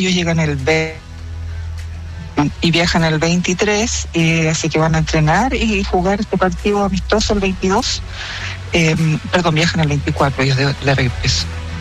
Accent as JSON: {"language": "Spanish", "town": "Santiago", "region": "Santiago Metropolitan Region", "country": "Chile", "said": "No, soy de Santiago, Santiago."}